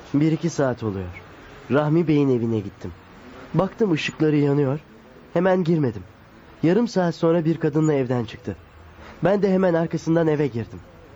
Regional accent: Sinop, Turkey; Ben de Sinopluyum da. Neresinden?

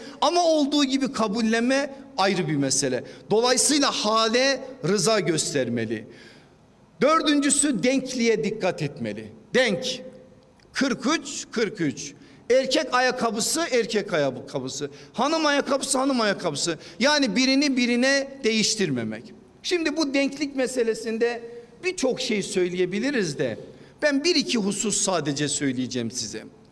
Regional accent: Erzurum, Turkey; Şimdi ben o evliliğe aman Trakyalıdır ben Erzurumluyum olmaz mı olmaz

